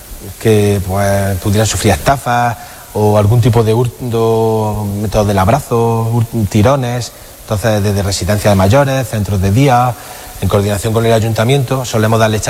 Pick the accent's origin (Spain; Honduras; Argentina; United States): Spain; Baeza, Andalusia; yo soy de Baeza, soy de la población.